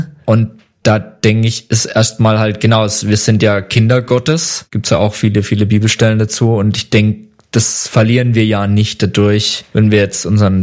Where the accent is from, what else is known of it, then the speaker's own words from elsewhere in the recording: Baden-Württemberg, Germany; moved away as an adult; also born or lived in Ecuador; now in Central Hesse, Germany; Genau, komme ursprünglich aus der Nähe von Pforzheim, da bin ich geboren und aufgewachsen und mittlerweile über verschiedene Stationen jetzt wohnhaft in Mittelhessen.